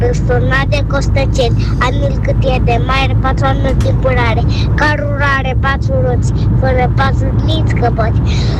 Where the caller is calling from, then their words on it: Bucharest, Romania; sunt eu din București, am 5 ani